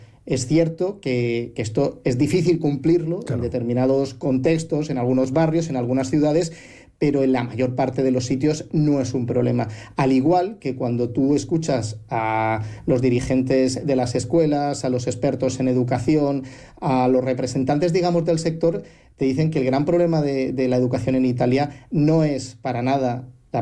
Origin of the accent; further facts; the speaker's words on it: Jumilla, Region of Murcia, Spain; un poco raro en el pueblo donde yo me crié, en Jumilla, en los años 80.